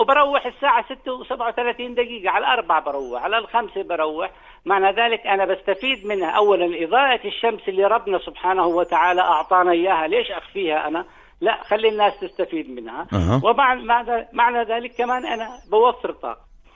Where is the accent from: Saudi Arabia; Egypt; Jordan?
Jordan; عندنا في الأردن